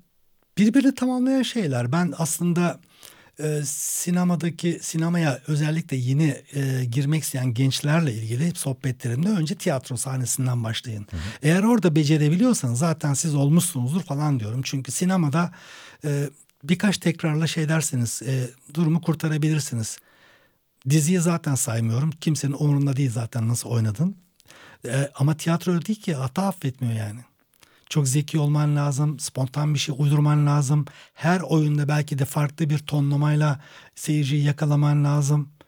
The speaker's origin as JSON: {"language": "Turkish", "town": "Çan", "region": "Çanakkale", "country": "Turkey", "tie": "born there", "said": "sadece doğduğum kasaba, Çanakkale'nin Çan ilçesindeki yerel bir muhabir var"}